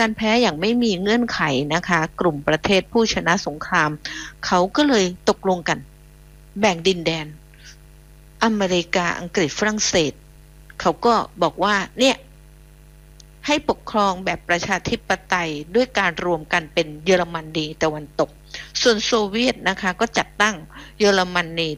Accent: Phuket, Thailand; born there; now in Bangkok, Thailand; แต่จริงอ่ะดิฉันน่ะเกิดจริงดิฉันเกิดถนนดีบุกจังหวัดภูเก็ตเนอแต่ช่วงนี้ดิฉันอยู่กรุงเทพ

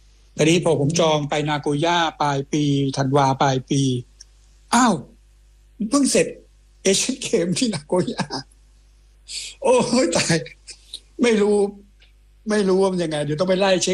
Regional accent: Damnoen Saduak, Ratchaburi, Thailand; born there; สมัยก่อนผมเป็นคนเกิดที่ดำเนินสะดวกเนี่ยเป็นสวนผักเยอะแต่ตอนหลังเลิกมันสุขภาพมัน

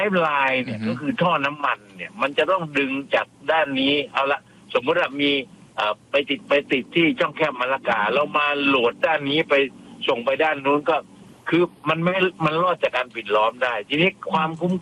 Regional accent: Southern Thailand, Thailand; ผมเนี่ยเป็นคนใต้คนตะลง

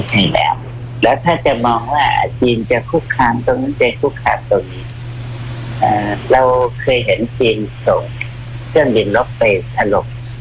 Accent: Vientiane Province, Laos; ที่ลาวแต่บ้านเกิดเนี่ยห่างจากนครเวียงจันทร์50กิโลแต่อยู่อีกแขวงหนึ่งเขาเรียกว่าแขวงเวียงจันทร์

